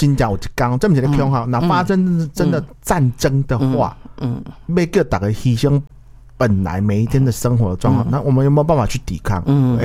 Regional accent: Taiwan; 我们台湾人

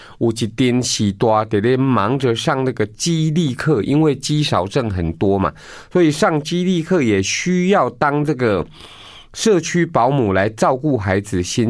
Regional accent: Taiwan; 长照资源跟不上我们台湾人的老化

